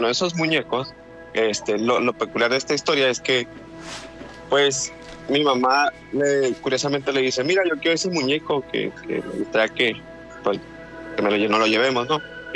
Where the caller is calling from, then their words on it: Tijuana, Baja California, Mexico; de aquí de Tijuana, de aquí de Baja California.